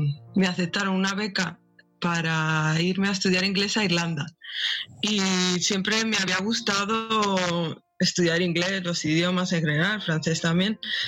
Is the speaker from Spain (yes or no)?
yes; Spain; born there; mi pueblo está en la frontera con Portugal y solo cruzar la frontera ya me parecía algo exótico